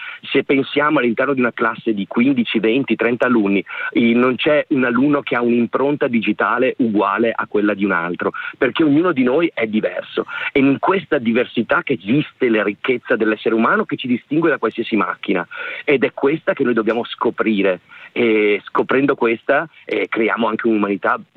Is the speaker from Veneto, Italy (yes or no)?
yes; Vicenza, Veneto, Italy; io sono vicentino di origine, sì.